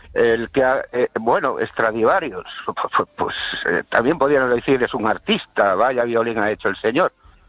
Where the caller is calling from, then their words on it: Ourense, Galicia, Spain; de Orense.